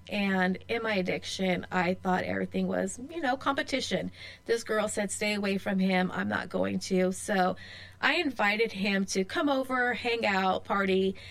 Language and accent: English; Hayward, California, United States; now in Modesto, United States; because I came from Hayward, right?